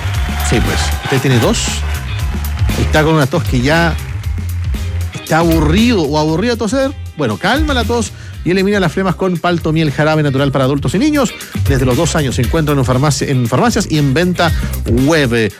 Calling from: Biobío, Chile; Hola, Radio Bio Bio. … Soy de Pedro del Río, de la población Rivera Norte.

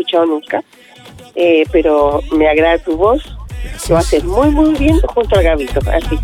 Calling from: Chile; De acá del Cerro, Cerro San Francisco

